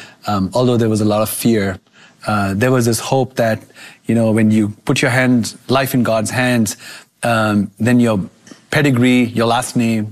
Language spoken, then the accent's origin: English; Kolkata, West Bengal, India; now in United States; I grew up in Calcutta, eastern part of India.